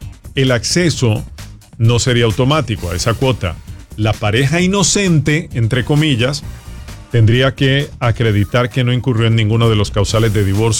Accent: Colombia; Bueno, yo soy colombiano y ni entiendo todas estas leyes

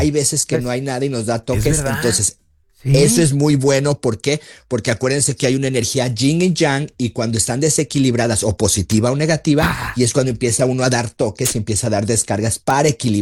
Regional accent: Guadalajara, Jalisco, Mexico; soy tapatío, soy chiva de corazón. Yo ya soy de Guadalajara, Jalisco

